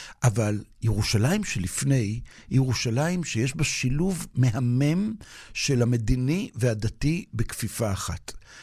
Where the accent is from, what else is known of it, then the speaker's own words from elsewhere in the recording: Jerusalem, Jerusalem District, Israel; בתור ירושלמי